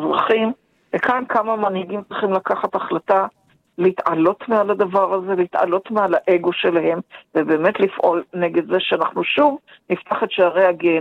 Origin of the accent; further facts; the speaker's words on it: Hebron, West Bank, Palestine; moved away as an adult; אני גדלתי בחברון, אז נשואה ומאז אני לא גרה.